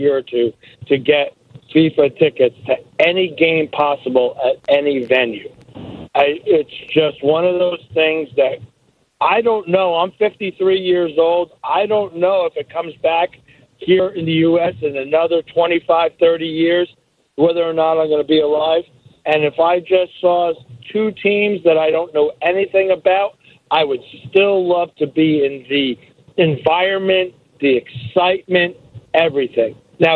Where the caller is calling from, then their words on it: Albany, New York, United States; Yeah, I'm in Albany, New York. I'm 150 miles from New York City and 150 miles from Boston.